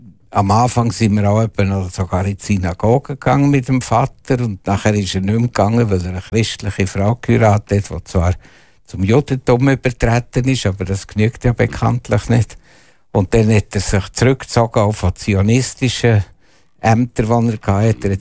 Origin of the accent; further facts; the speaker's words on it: Aarberg, Bern, Switzerland; accent: Berndeutsch; also born or lived in Biel; now in Zurich, Switzerland; Ich bin in Arberg aufgewachsen.